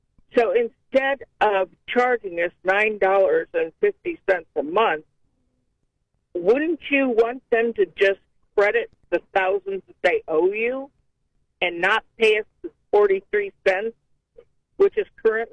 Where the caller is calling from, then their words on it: North Canton, Ohio, United States; I'm from North Canton